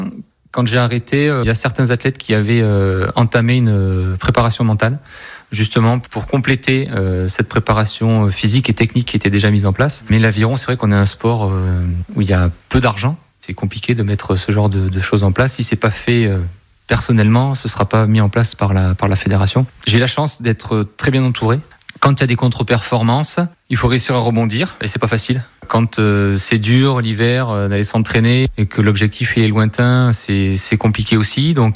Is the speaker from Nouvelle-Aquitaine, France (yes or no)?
yes; Bergerac, Nouvelle-Aquitaine, France; Je suis originaire de Bergerac